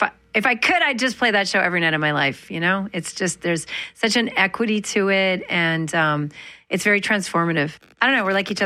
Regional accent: Manitoba, Canada; Growing up in Manitoba, I always tell this story.

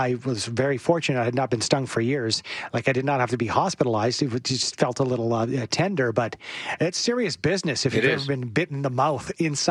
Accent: Edmonton, Alberta, Canada; born there; I was born in Edmonton, and I worked in Edmonton in the late 90s with both of you two.

